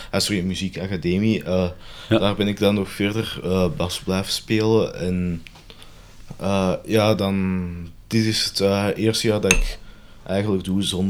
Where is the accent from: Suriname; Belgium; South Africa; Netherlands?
Belgium; Antwerp, Flanders; Natuurlijk ken ik het café wel goed, omdat, ja, ik ben natuurlijk zelf van Antwerpen, maar ik denk wel dat dat toch wel een naam heeft.